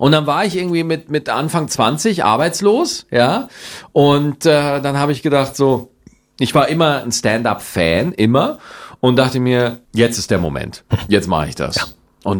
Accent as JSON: {"language": "German", "town": "Schwarzach", "region": "Bavaria", "country": "Germany", "tie": "born or raised there", "accent": "Bavarian", "moved": "yes", "said": "die Kindheit in Schwarzach war wohlbehütet, war schön"}